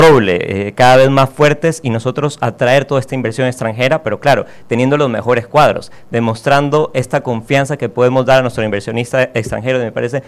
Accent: Ecuador; Pero como ecuatorianos yo creo que sí tenemos, es este el momento y la responsabilidad para entrar

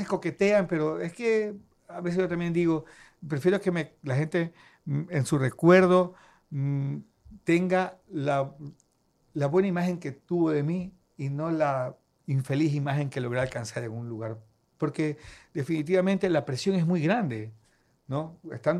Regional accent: Manabí, Ecuador; Yo soy manabita.

